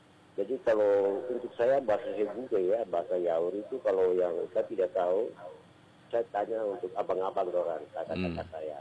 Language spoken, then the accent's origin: Indonesian; Manokwari, West Papua, Indonesia; moved away as an adult; now in Nabire, Indonesia; Lahir di sana, besar di sana, sekolah di sana.